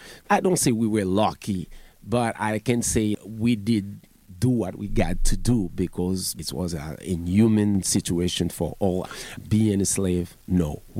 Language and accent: English; Port-au-Prince, Haiti; also born or lived in South, Haiti; I grew up half in Port-au-Prince, half in the South.